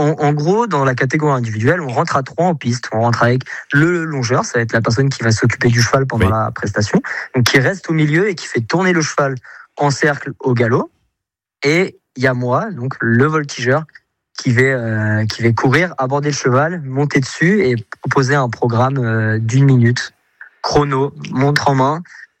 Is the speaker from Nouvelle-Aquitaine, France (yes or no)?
yes; Saint-Hilaire-Bonneval, Nouvelle-Aquitaine, France; also born or lived in Lille / Le Mans; now in Saumur, France; Je suis né à Lille, j'ai grandi à Saint-Hilaire-Bonneval. Et puis, je me suis déplacé pour le sport au Mans, où je suis resté quelques années. Et maintenant, je suis à Saumur